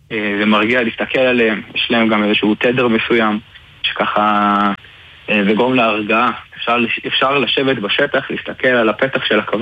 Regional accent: Beit Horon, Judea and Samaria Area, Israel; אני גר בבית חורון. נולדתי פה, גדלתי פה, אני עדיין נמצא בבית חורון. מי שלא מכיר, במועצה אזורית מטה בנימין. אני בן 39

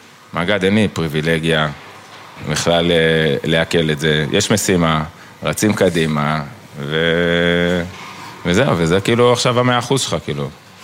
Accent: Haifa, Haifa District, Israel; אני חיפאי.

